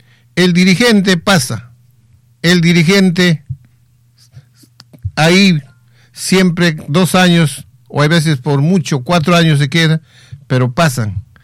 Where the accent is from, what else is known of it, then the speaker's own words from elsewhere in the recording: Oyón, Lima, Peru; Soy de Ollón